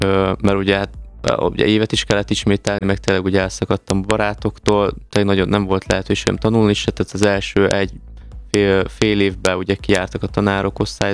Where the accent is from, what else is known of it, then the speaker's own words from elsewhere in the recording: Nagyváty, Baranya, Hungary; ugye Pécs mellett, Nagyvátyon, ugye szülőfalumba